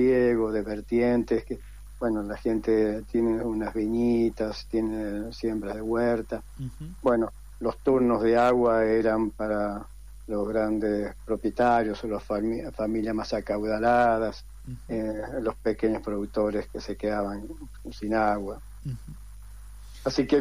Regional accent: Buenos Aires, Argentina; moved away as an adult; yo soy de Buenos Aires, pero vine a incorporarme en la pastoral

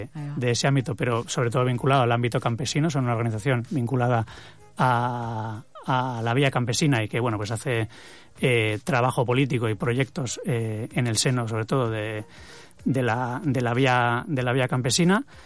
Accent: Basque Country, Spain; somos una misión, una delegación de 13 personas que venimos de todas del País Vasco

